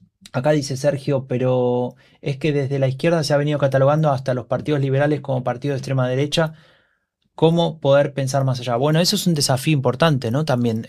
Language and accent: Spanish; Honduras; now in United States; Soy hondureño en USA.